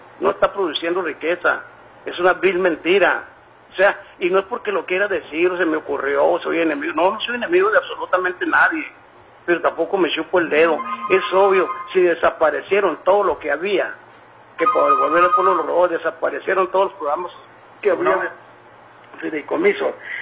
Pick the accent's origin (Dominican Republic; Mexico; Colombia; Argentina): Mexico; somos de mexicanos laboralmente activos